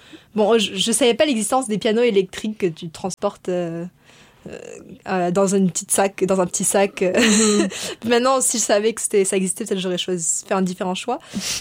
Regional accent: Madagascar; Donc, bien sûr, de la musique africaine, vu que je viens d'Afrique, mais aussi de la musique indienne.

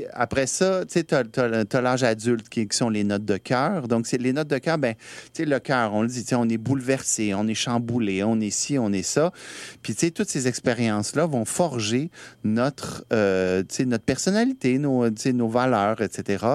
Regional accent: Poland; Jestem Polakiem, bardzo miło jest mówić po polsku też teraz na antenie.

